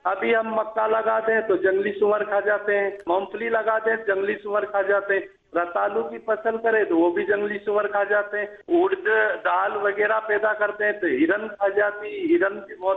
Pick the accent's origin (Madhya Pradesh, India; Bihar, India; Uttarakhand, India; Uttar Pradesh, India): Madhya Pradesh, India; हमारा गांव बहुत सुंदर है ऐसे तो, हमारे गांव के पोहे और समोसे कचौरी बड़े फेमस है।